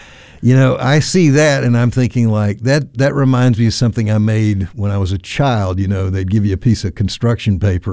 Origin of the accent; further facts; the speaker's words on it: North Carolina, United States; I was born in 1957 when smoking was a lot more, you know, bigger deal than it. And I'm from North Carolina, too.